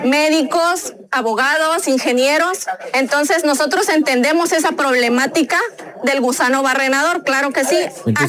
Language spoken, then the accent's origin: Spanish; Metapa de Domínguez, Chiapas, Mexico; soy ciudadana de Metapa, de Domínguez.